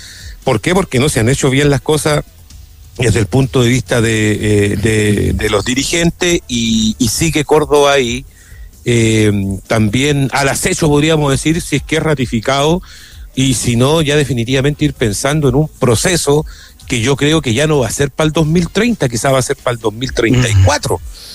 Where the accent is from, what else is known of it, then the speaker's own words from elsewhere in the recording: Chile; Pero el producto selección chilena está por el piso. O sea, lamentablemente somos los últimos de Sudamérica